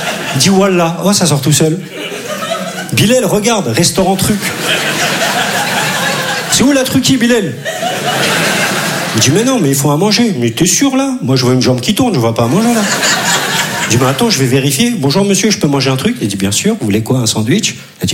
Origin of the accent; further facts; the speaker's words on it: Turkey; Je dis à des gens que je suis Turc, ils voient qu'un kebab, quoi.